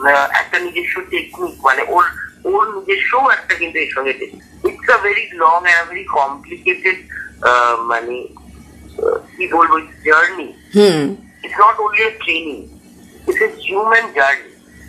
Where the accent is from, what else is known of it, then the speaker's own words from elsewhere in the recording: Malda, West Bengal, India; now in Kolkata, India; আমি মালদার মেয়ে, কিন্তু আমি মনে করি যে আমি মোর অফ কলকাতার হয়ে গেছি এখন